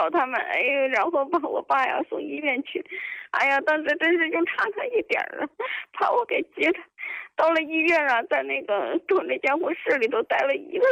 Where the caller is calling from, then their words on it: Changsha, Hunan, China; 我呀是湖南长沙的。